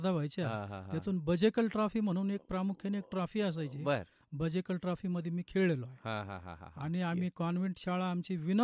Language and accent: Marathi; Bhingar, Maharashtra, India; माझं बालपण, माझा जन्म भिंगार येथे झालं.